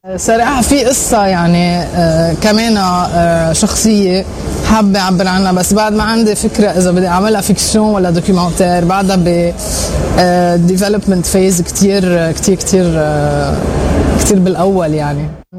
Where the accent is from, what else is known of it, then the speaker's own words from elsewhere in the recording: Lebanon; اذا انت من مثلا انا من لبنان انه دائما لازم احكي مثلا عن الحرب, عن الشيء اللي عم بيصير هلا